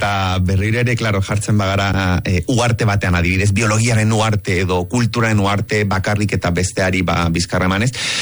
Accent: Chile; moved away; ni txiletarra naiz, eta klaro, kulturen artean be, nahiko tradizionala, edo hemendik konparatuta adibidez, tradizionalagoa da Txile

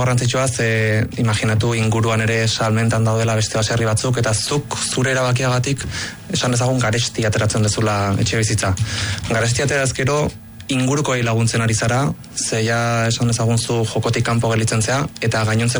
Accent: Hernani, Basque Country, Spain; ni Hernaniarra naiz, beti herrian bizitua

